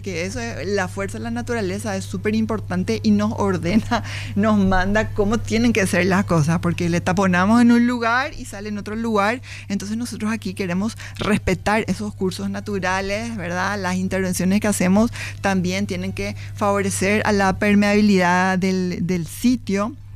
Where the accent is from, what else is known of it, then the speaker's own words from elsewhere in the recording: Paraguay; Todos somos paraguayos